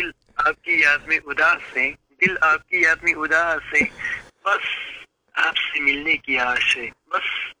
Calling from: Budgam district, Jammu and Kashmir, India; जी मैं कश्मीर से बात कर रहा हूँ, जिला बड़गाम में हमारा गांव पड़ता है, और हमारे गांव का नाम है वड़गाम। ये डिस्ट्रिक्ट हेडक्वार्टर से कम 22 किलोमीटर दूर है सर।

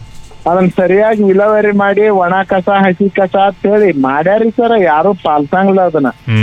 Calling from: Basavana Bagewadi, Karnataka, India; ನಮ್ದು ಭಜವಾನ್ ಬಾಗೇವಾಡಿ ತಾಲೂಕ್ ಬರ್ತೈತ್ರಿ ಸರ್.

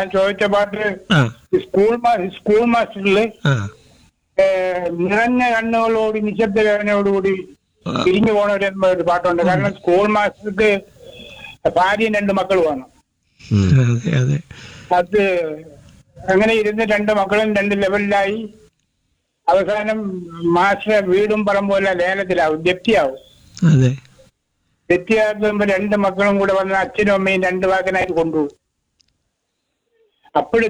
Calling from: Kallayam, Kerala, India; ഞാന് ഇപ്പൊ കല്ലയത്ത് നിന്നാണ് വിളിക്കുന്നത്.

